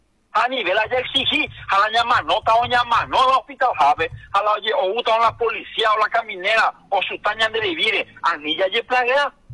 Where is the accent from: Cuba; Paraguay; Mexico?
Paraguay; Asumiendo nuestra responsabilidad como paraguayos